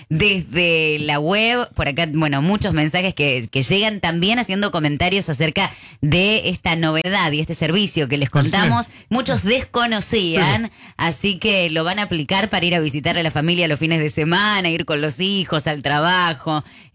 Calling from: Burzaco, Buenos Aires Province, Argentina; de Bursaco.

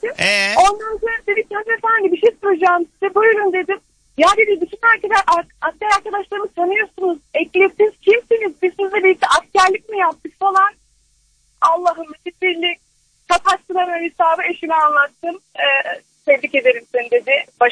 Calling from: Ankara, Turkey; Ankara'dan arıyorum seni.

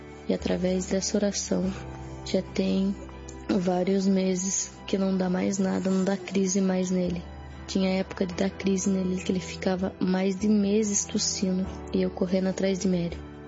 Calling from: Buri, São Paulo, Brazil; Eu sou da cidade de Buri.

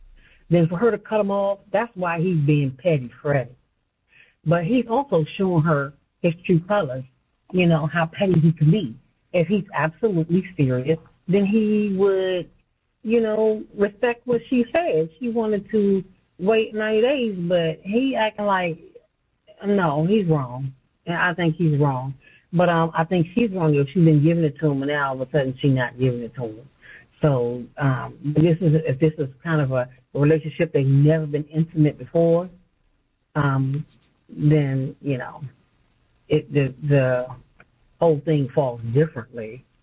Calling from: Rockville, Maryland, United States

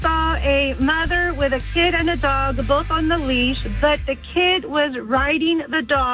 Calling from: Texas, United States; I am visiting Indiana, and I am in Carmel at the moment. I am from Texas.

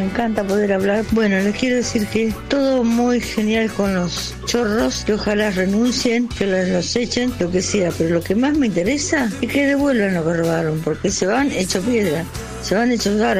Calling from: Buenos Aires, Argentina

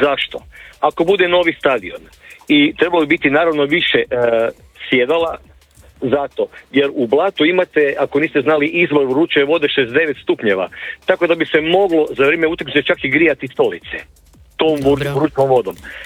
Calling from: Jastrebarsko, Zagreb County, Croatia; ja sam iz Jastreba

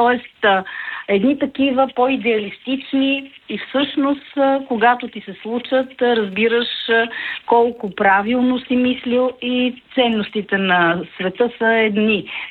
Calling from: Sofia, Sofia City, Bulgaria; от София и съм един на 6 по 10 години мечтател без край.

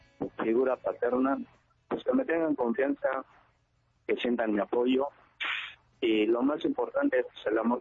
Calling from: Mexico City, Mexico; Desde aquí, desde la alcaldía Gustavo Amadero.

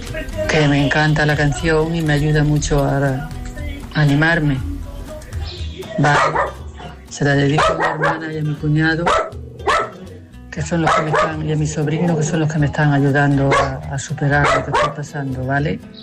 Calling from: Alía, Extremadura, Spain; Hola, buenos días. … llamo desde Alía.

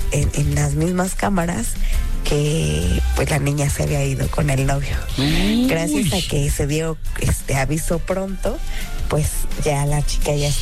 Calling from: Ecatepec, State of Mexico, Mexico; me reporto desde Catepec.

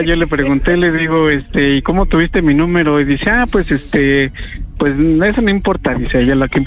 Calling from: Naucalpan, State of Mexico, Mexico; hablo de Naucalpan, Estado de México.

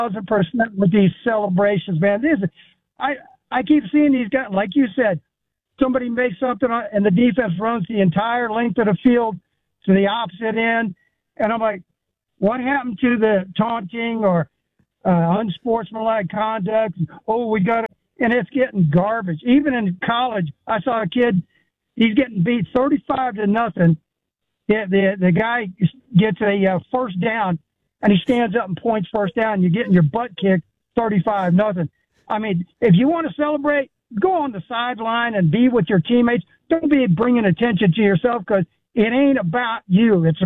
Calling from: Florida, United States; I'm calling from Florida.

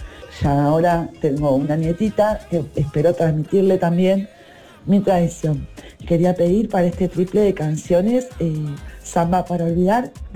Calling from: Quilmes, Buenos Aires Province, Argentina; de Quilmes

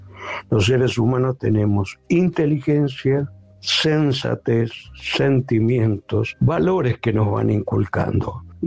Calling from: Santa Fe, Argentina; de Santa Fe.

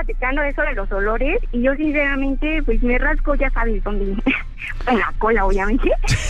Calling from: Cuautitlán Izcalli, State of Mexico, Mexico; Yo estoy en Polanco trabajando, pero vivo en Cuautitlán Iztacalli.

